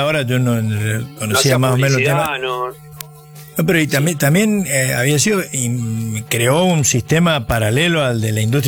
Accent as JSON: {"language": "Spanish", "region": "Corrientes", "country": "Argentina", "said": "Acá a los correntinos, a los nordeste, sí, porque nosotros somos medio paraguayos"}